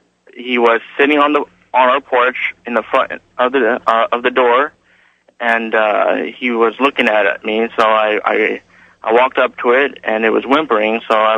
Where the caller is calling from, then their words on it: Lakewood, Washington, United States; I'm calling from Lakewood, Washington.